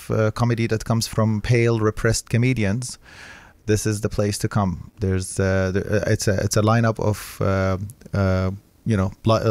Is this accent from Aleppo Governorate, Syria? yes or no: yes; Aleppo, Aleppo Governorate, Syria